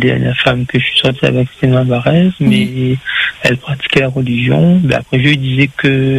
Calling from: Saint-Denis, Réunion; Donc, j'appelle de Saint-Denis. J'ai 45 ans, bientôt 46.

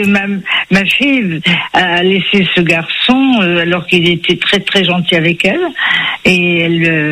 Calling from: Saint-Raphaël, Provence-Alpes-Côte d'Azur, France; Moi, je suis je suis à Saint-Raphaël.

